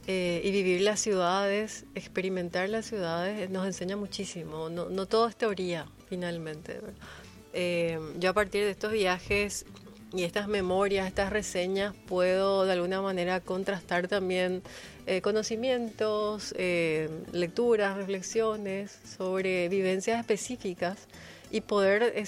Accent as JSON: {"language": "Spanish", "country": "Paraguay", "said": "entender quiénes somos como paraguayos"}